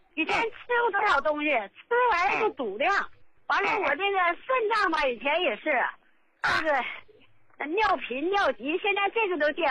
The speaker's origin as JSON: {"language": "Chinese", "region": "Jilin", "country": "China", "said": "我是吉林的。"}